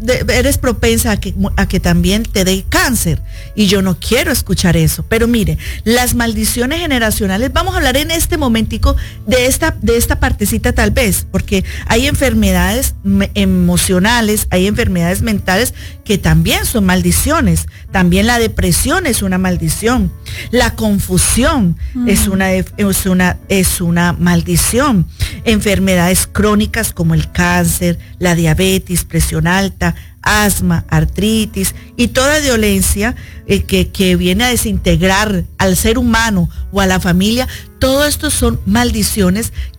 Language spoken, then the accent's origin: Spanish; Colombia; yo que soy de Colombia, y hasta Samuel de Nicaragua.